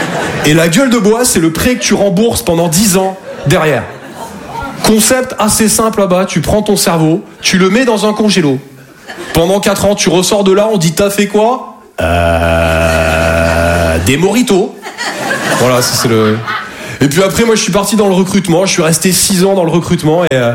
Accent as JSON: {"language": "French", "town": "Toulouse", "region": "Occitanie", "country": "France", "lives_now": "Paris, France", "said": "Ben, je me présente … je viens de Toulouse à la base. Et je sais pas vous, mais moi je me perds beaucoup dans Paris."}